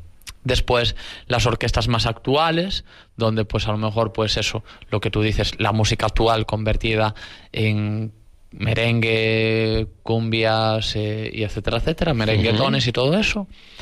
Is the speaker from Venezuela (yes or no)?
no; Galicia, Spain; Tanto en Vilanova como en Villagarcía. Entonces, para mí, realmente, cuando me dicen, ¿de dónde eres? Yo soy de la Ría de Arousa.